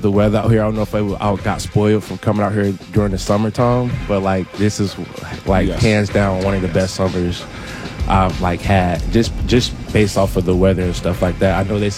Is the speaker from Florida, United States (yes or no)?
yes; Florida, United States; I'm a Florida. Like, I'm from Florida, so, like, I love the beach and things like that.